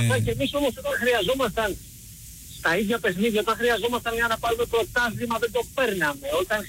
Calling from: Athens, Attica, Greece; από Κυψέλη.

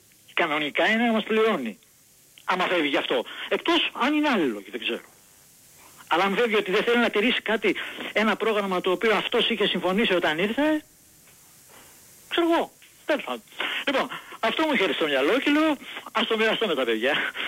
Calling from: Vyronas, Attica, Greece; από το Βύρονα.

